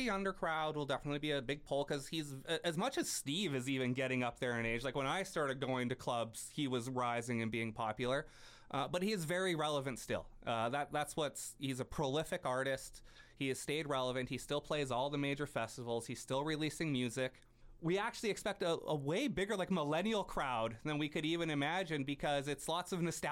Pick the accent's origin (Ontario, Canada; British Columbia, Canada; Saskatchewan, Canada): British Columbia, Canada; Prince George; growing up in Prince George, when I was under 19